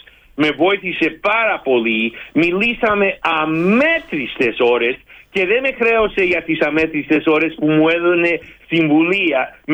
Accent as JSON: {"language": "Greek", "country": "Greece", "first_language": "Greek", "moved": "yes", "said": "είμαι Έλληνας, που η πρώτη μουσική που άκουσα όταν ήμουνα 3 ημερών ήταν η Βυζαντινή μουσική, ο πατέρας μου ιερέας Ορθόδοξος"}